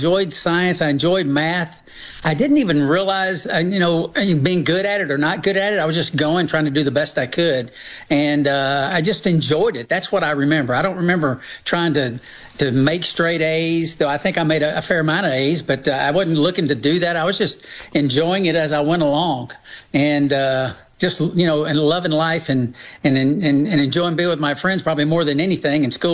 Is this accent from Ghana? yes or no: no; Tennessee, United States; born there; I was born in God's country, thankfully. It's Tennessee. Wonderful state.